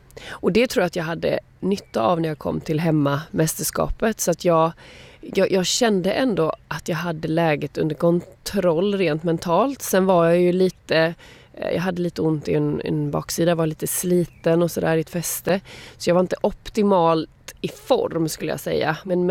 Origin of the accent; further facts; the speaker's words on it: Sweden; vara hemma i Sverige